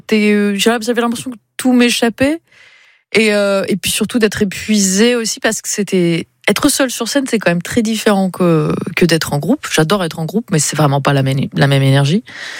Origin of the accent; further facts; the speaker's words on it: South, France; Attends, je suis du Sud.